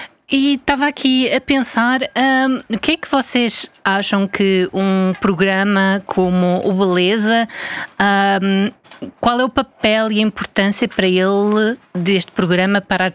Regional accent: Portugal; accent: Portuguese; deste lado do microfone temos o sotaque português.

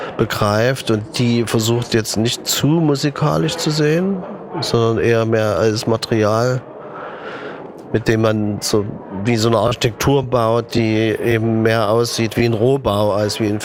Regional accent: Germany; ich bin an der DDR groß geworden.

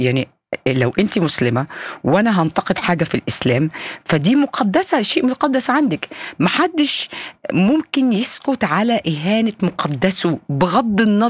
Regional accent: Egypt; now in Switzerland

